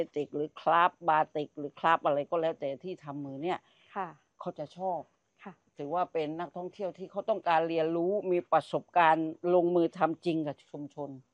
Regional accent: Ko Samui, Surat Thani, Thailand; หนึ่งก็คือมันก็เป็นความภาคภูมิใจนะว่าเราก็เป็นคนเกาะสมุยดั้งเดิมแล้วเราก็อยู่ในพื้นที่ที่มันเป็นอันดับโลกใช่ไหม

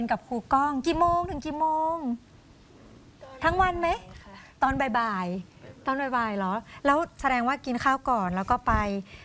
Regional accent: Northern Thailand, Thailand; เราเป็นคนเหนือเราเป็นคนเมือง

